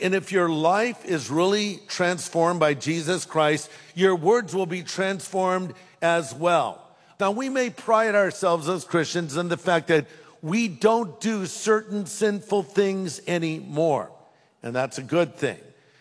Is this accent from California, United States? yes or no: yes; California, United States; Well, listen, I'm from California, okay?